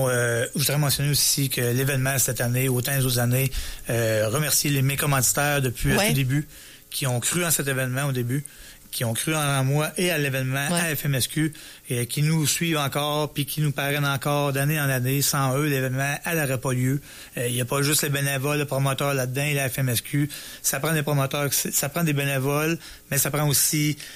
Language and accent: French; La Tuque, Quebec, Canada; C'est sûr que c'est dans mon patelin